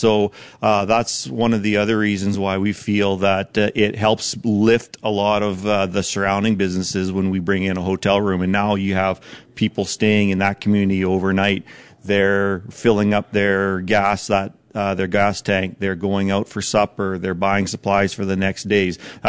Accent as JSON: {"language": "English", "town": "Elm Creek", "region": "Manitoba", "country": "Canada", "tie": "born or raised there", "said": "we're small town farm guys. We grew up in Elm Creek, Manitoba, so we understand rural communities"}